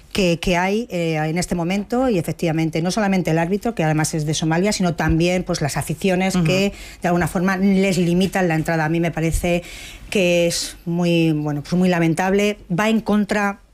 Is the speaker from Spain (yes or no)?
yes; Spain; no solamente como ministra, sino como española, como forofa del fútbol y de nuestra selección.